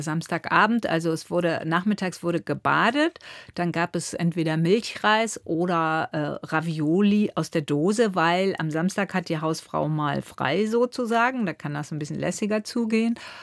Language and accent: German; Cologne, North Rhine-Westphalia, Germany; Und die Drogerie war in Köln, Köln-Bickendorf. Wir sind schon in der Großstadt aufgewachsen, aber das sind ja immer diese wunderbaren Ambivalenzen, weil im Grunde genommen war es bei uns wie auf dem Dorf.